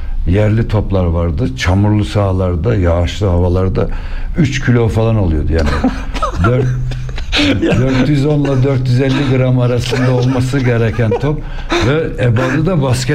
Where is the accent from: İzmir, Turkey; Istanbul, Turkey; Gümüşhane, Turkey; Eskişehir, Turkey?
Eskişehir, Turkey; 1950 Eskişehir doğumluyum. Eskişehir'e 20 kilometre merkeze bağlı bir köyde doğmuşum. 6 kardeşin en küçüğüyüm ve köyde elektrik yoktu.